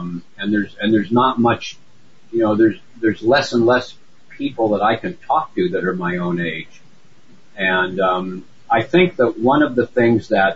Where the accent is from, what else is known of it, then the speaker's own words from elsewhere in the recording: San Francisco, California, United States; now in West Marin County, United States; I've been here, I guess, for 55 years now. I grew up in San Francisco, so my hometown's not far away.